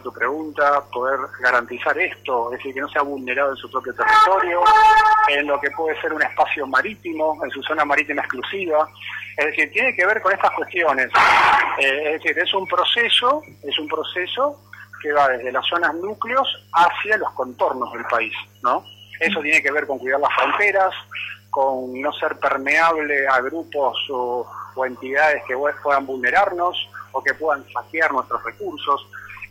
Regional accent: Argentina; parte de la tarea que tenemos que hacer como argentinos es aprender a cuidar lo nuestro

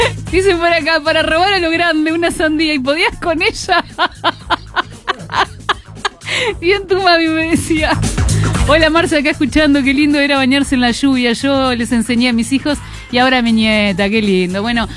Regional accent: La Paz, Canelones, Uruguay; born there; vivíamos en La Paz, Canelones

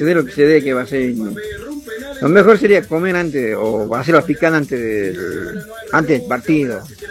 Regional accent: Argentina; born there; A todos los que nacimos aquí en Argentina

